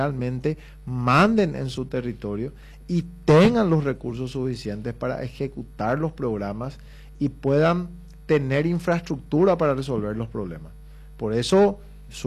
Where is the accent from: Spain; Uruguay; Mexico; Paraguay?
Paraguay; Más todavía nosotros que provenimos del Paraguay profundo, ¿verdad? Que somos del interior